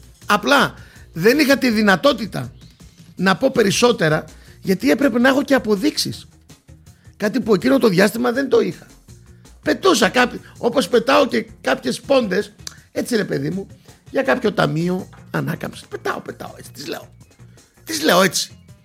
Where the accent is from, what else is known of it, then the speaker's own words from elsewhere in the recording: Greece; σαν Έλληνας πολίτης